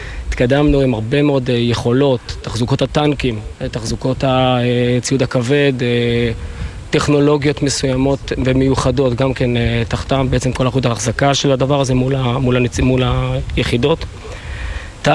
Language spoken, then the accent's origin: Hebrew; Northern District, Israel; החטיבה כמובן של רמת הגולן, שם גדלנו, שם תמיד היינו